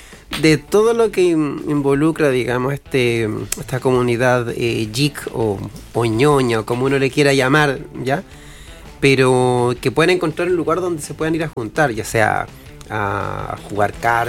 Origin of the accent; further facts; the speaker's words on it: Antofagasta, Chile; moved away as an adult; now in Coquimbo Region, Chile; yo soy de Antofagasta, ¿ya? Cuando llegué acá a la cuarta región, por ahí por el 2015, ¿ya?